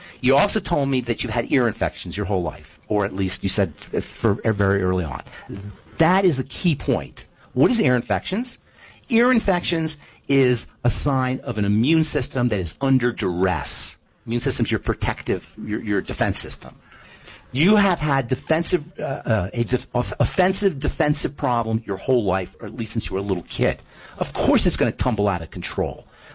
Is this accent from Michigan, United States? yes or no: no; Trenton, New Jersey, United States; I grew up in Trenton. I know all about Philly.